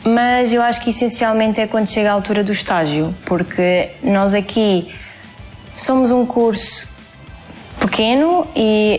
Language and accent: Portuguese; Faro, Algarve, Portugal; do segundo ano da licenciatura em Fisioterapia. Sou de Faro, tenho 20 anos